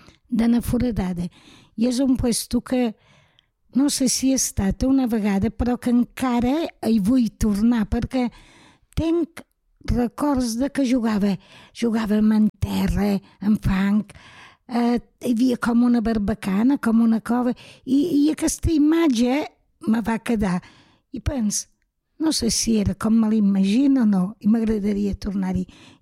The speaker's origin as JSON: {"language": "Catalan", "town": "Ferreries", "region": "Balearic Islands", "country": "Spain", "tie": "born there", "said": "Jo vaig néixer a Ferreries"}